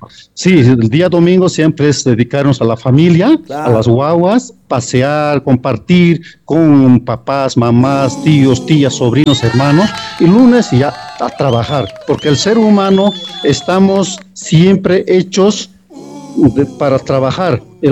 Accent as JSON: {"language": "Spanish", "country": "Bolivia"}